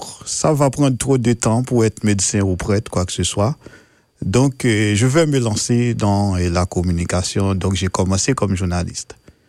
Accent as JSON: {"language": "French", "country": "Haiti", "tie": "born or raised there", "said": "Je suis un paysan. Oui. J'ai quitté mon village natal pour entrer à Port-au-Prince pour continuer mes études secondaires."}